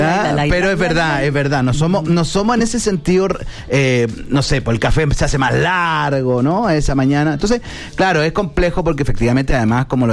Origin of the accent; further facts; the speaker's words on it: Chile; que yo creo que si nosotros como chilenos fuésemos personas productivas reales